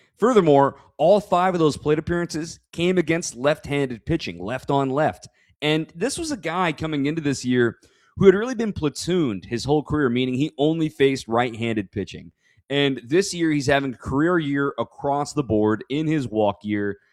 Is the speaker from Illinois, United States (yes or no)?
no; Phoenix, Arizona, United States; yeah, Phoenix kid. Shout out to my hometown.